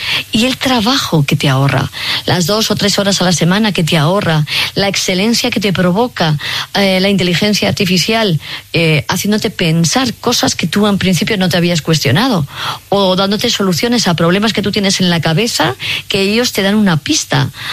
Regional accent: Cuenca, Castilla-La Mancha, Spain; now in Madrid, Spain

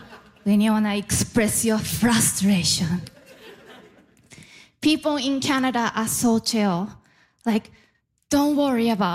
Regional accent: Japan; A little bit introduction about myself. … like you and me. Nice to meet you. I am originally from Japan.

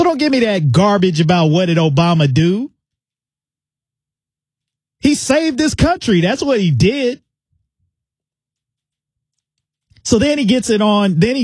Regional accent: Middletown, United States; my hometown of Middletown

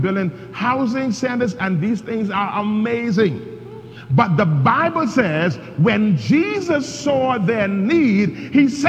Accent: Nassau, New Providence, Bahamas; I'm from Nassau.

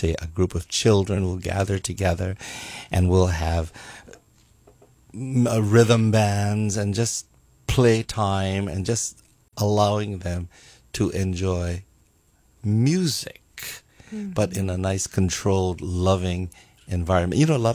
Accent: Hilo, Hawaii, United States; I'm from the Big Island, from Hilo side.

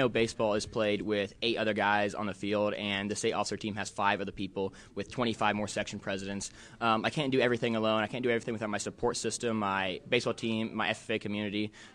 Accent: Nokomis, Illinois, United States; born or raised there

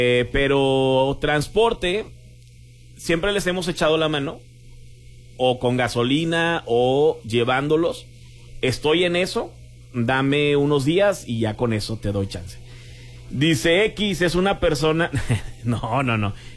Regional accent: Piedras Negras, Coahuila, Mexico; ¿cuándo han dicho Piedras Negras es el mejor lugar para vacacionar? Nunca, nunca nos hemos vendido como un lugar turístico. Nos hemos vendido como un lugar seguro, como un lugar tranquilo, como un lugar donde la gente es feliz.

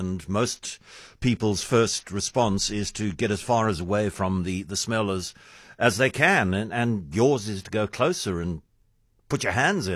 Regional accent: Eastern Cape, South Africa; I grew up in the Eastern Cape

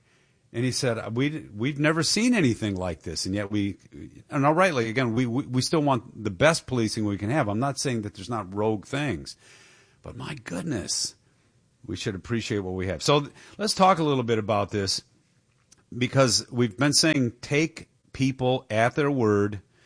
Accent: Michigan, United States; I think it's happening in my home state. My original home state. I don't live there now, obviously. But Michigan.

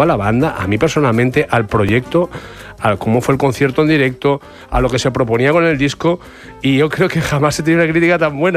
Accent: Valencia, Valencian Community, Spain; born there; now in Córdoba, Spain; yo soy ya más cordobés que valenciano, porque llevo más de media vida en Córdoba. Pero nací en Valencia y ahí en mi pueblo hay un festival de jazz importante

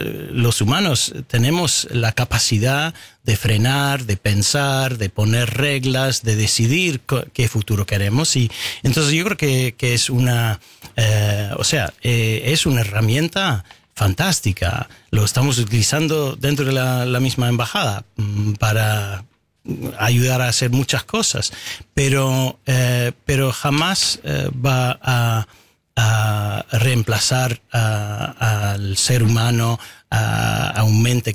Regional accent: Canada; now in Argentina; Para Canadá es un momento cuando un país como el nuestro

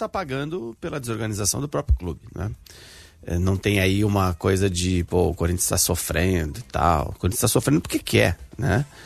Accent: Brazil; sou brasileiro, não me orgulho não

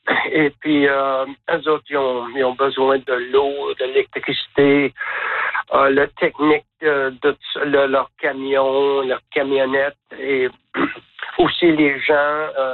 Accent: Quebec, Canada; born there; now in British Columbia, Canada; Je suis né au Québec. Puis, mais ça fait depuis 1980 que je suis ici, en Colombie-Britannique.

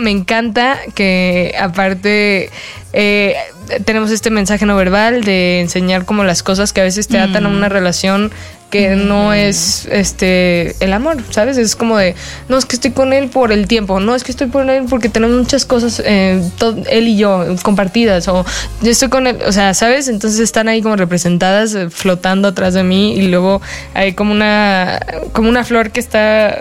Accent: Mexico; los mexicanos somos mucho de nuestras mamás

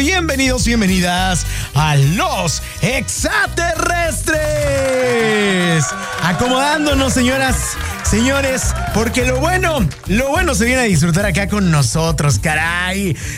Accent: Mexico; los mexicanos realmente nos vestimos como mexicanos

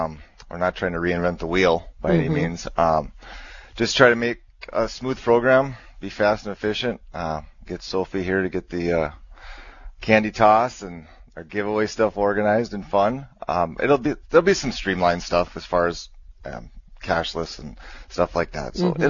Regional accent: Harwood, United States; You know, I grew up in Harwood, and we had a lot of racers and racer dads out there

